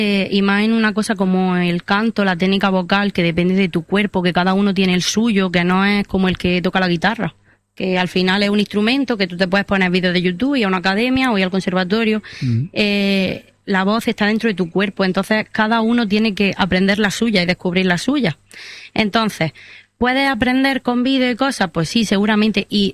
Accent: Chirivel, Andalusia, Spain; now in Almería, Spain; en mi pueblo, donde yo soy, que soy de la comarca de Los Vélez

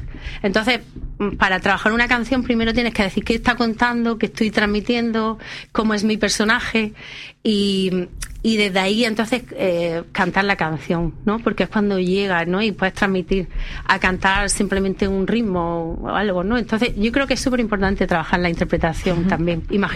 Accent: Almería, Andalusia, Spain; also born or lived in Madrid; yo soy muy andaluza, me encanta Andalucía, me encanta mi tierra, Almería

